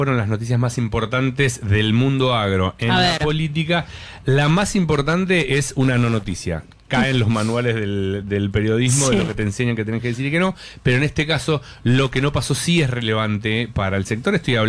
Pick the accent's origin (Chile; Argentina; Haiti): Argentina; Soy argentino, me sobran las...